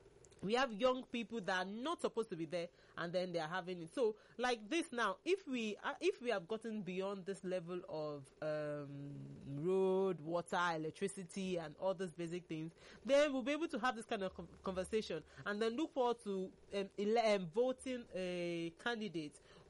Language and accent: English; Nigeria; one of the pains I have being a Nigerian is the fact that our elections, we still have the same conversation